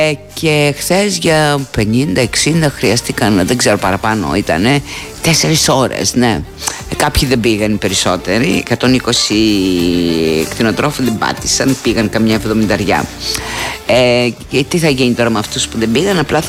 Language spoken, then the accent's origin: Greek; Crete, Greece; μου θυμίζει πολύ έντονα την πατρίδα μου, την Κρήτη.